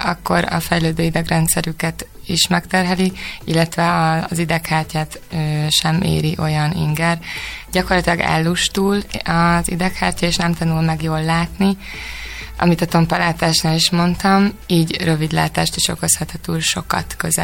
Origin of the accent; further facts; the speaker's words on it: Cegléd, Pest, Hungary; Én Cegléden nevelkedtem